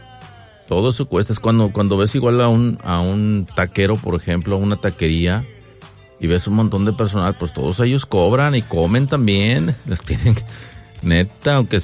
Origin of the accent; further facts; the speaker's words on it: Mexico; ¿De dónde vienes? De México.